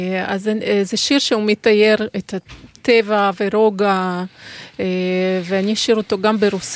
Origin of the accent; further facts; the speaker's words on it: Belarus; moved away; אני מבלרוס בעצמי